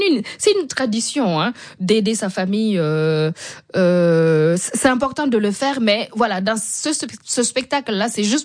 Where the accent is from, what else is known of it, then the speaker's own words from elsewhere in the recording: Burkina Faso; notamment chez moi au Burkina, ils ont fait des bons